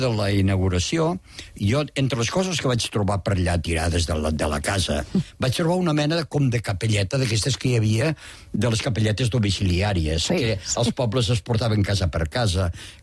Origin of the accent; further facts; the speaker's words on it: Peramola, Catalonia, Spain; born there; Sí, jo vaig néixer a Peramola.